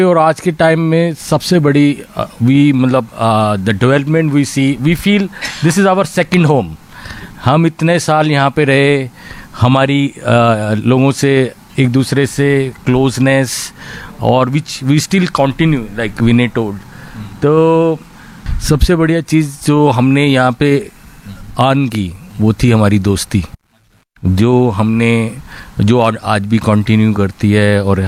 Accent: Delhi, India; तो जो हम दिल्ली से आए थे तो शायद हमें आदत नहीं थी

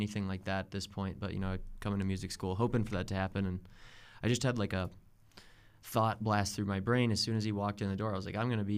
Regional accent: Michigan, United States; moved away as an adult; now in Colorado, United States; come from Michigan originally, and I've been out here in Colorado for 10 years now.

